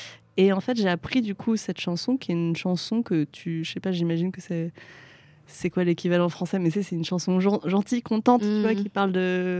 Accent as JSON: {"language": "French", "country": "France", "tie": "born or raised there", "said": "ce fait que je peux pas communiquer autant dans ma manière dont j'ai grandi en France, parce que l'éducation, mais aussi au Vietnam en fait, parce que je peux pas parler vietnamien."}